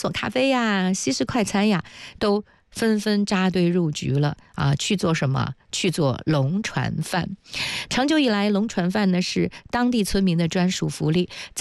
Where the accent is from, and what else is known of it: Jiangsu-Zhejiang, China